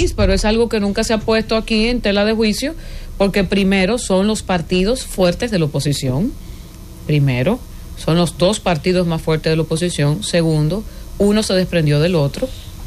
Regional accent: La Vega, Dominican Republic; soy una campesina de La Vega.

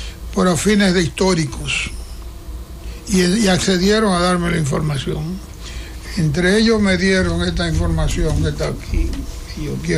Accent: Hato Mayor, Dominican Republic; En la provincia de Alto Mayor, ahí fue porque yo, la provincia, mi pueblo, Alto Mayor, me dio un respaldo tremendo

